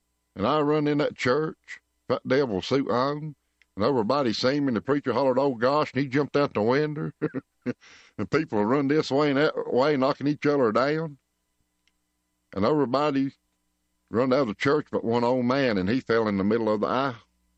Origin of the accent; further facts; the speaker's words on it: Beech Mountain, North Carolina, United States; I was born and raised up on Beach Mountain, North Carolina. Growing up there in the mountains